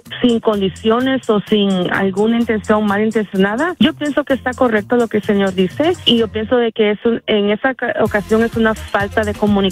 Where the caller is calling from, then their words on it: Santa Clarita, California, United States; de Santa Clarita.